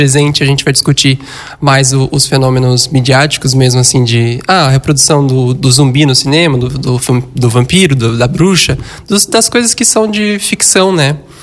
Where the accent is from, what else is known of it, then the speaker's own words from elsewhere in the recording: São Paulo, Brazil; moved away as an adult; now in Rio Grande, Brazil; eu mesmo não sou daqui, sou de São Paulo, mas moro aqui há 10 anos